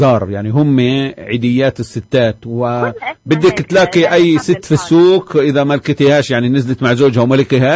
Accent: Hebron, West Bank, Palestine; إحنا في عندنا بالخليل

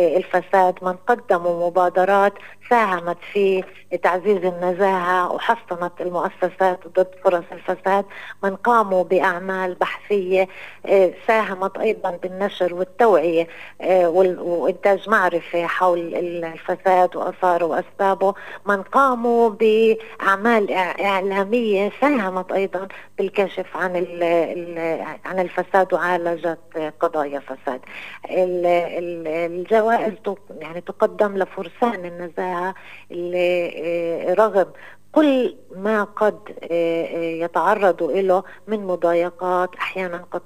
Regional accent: Palestine; احنا كشعب فلسطيني

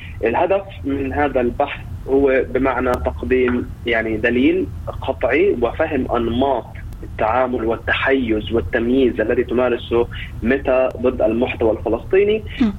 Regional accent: Palestine; لكن نواجه يعني كفلسطينيين هذه الإبادة

